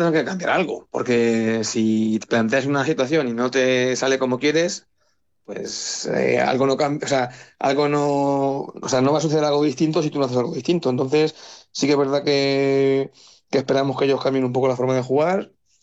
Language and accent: Spanish; Toledo, Castilla-La Mancha, Spain; Yo al final soy toledano y al final y toledano de capital, o sea, nada de Talavera, nada de cosas raras, o sea, toledano de Toledo.